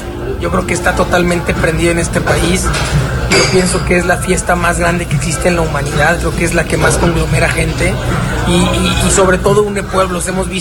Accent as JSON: {"language": "Spanish", "country": "Mexico", "said": "Nos lleva a esta hermandad como mexicanos"}